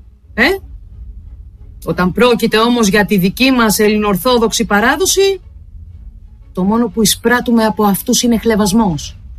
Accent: Greece

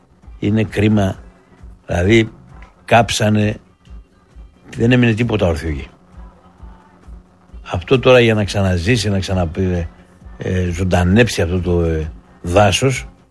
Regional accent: Thessaloniki, Central Macedonia, Greece; Εμείς από τη Θεσσαλονίκη πήγαμε πάνω στα βουνά να πάμε να φάμε ψάρια.

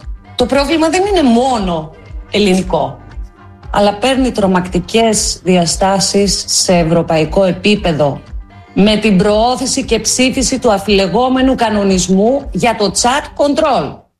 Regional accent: Greece; Προσπαθώ να βγάλω κι εγώ έτσι μια άκρη σαν Ελληνίδα φορολογούμενη.

